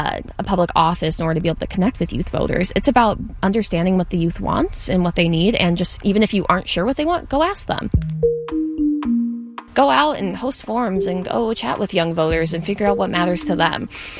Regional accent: Oxford, Michigan, United States; I'm from Oxford, Michigan. I am 21 and I consider myself a Democrat.

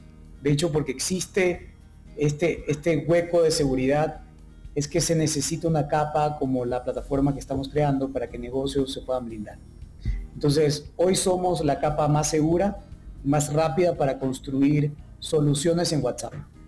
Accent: Ecuador; moved away; yo soy originalmente de Ecuador, pero y me ven muy, muy joven, pero he estado emprendiendo desde los 18 años, yo casi tengo 40

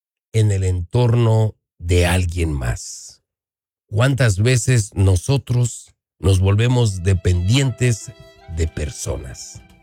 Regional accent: Puebla, Mexico; now in United States; Nosotros como mexicanos el día de mañana 16 celebramos nuestra independencia

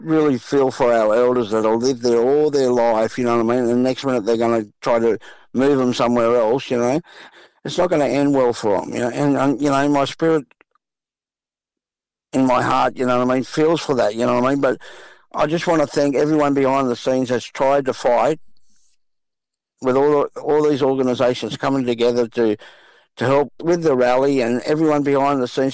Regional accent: Waterloo, New South Wales, Australia; Yeah, and you know, like just to see Waterloo, because I grew up in Raglan Street back in the day, and Auntie Ruby Langford would be across the road and do her speeches.

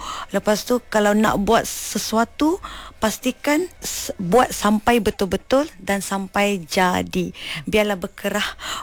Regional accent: Bidor, Perak, Malaysia; now in Kuala Lumpur, Malaysia; Saya berasal daripada Bidu, Perak. Okey, dan menetap di KL.

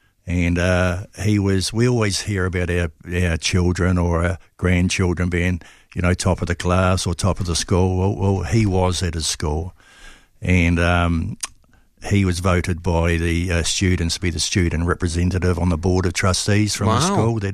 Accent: Christchurch, Canterbury, New Zealand; moved away as an adult; also born or lived in Gold Coast, Australia; Born in Christchurch. Lived in Redwood, went to Papanui High School

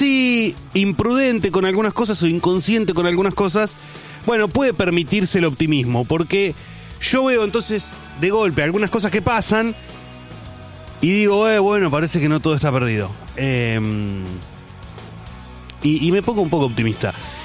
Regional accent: Argentina; como todo argentino de bien

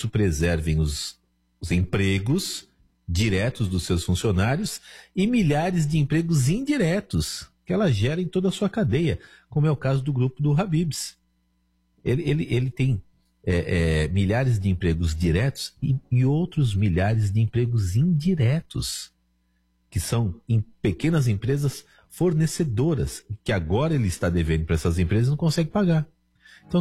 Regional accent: Brazil

